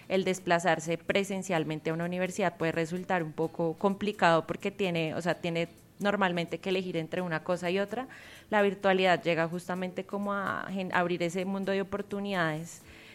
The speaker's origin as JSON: {"language": "Spanish", "country": "Colombia", "said": "nosotros como colombianos."}